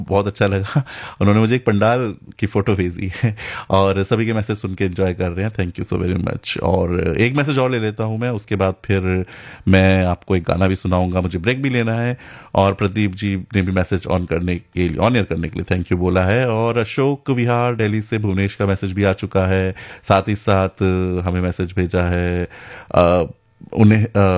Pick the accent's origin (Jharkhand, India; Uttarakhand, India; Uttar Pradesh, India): Uttarakhand, India; बहुत मतलब गढ़वाल उत्तराखंड से, मतलब हम भी वहीं से हैं और हमारे यहाँ तो बहुत मतलब हर महीने कोई ना कोई त्यौहार होता है